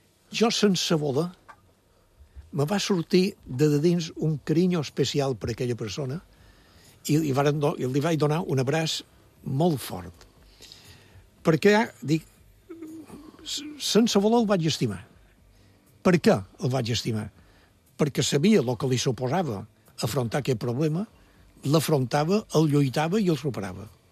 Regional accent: Vilafranca, Balearic Islands, Spain; Jo som de Vilafranca i vaig anar...

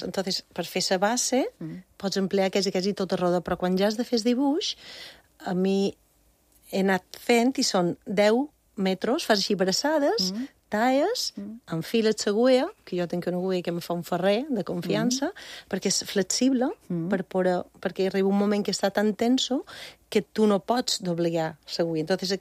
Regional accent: Bunyola, Balearic Islands, Spain; m'apareix, no he mirat bé, la Fira de Bunyola, del meu poble, que és per Santa Catalina

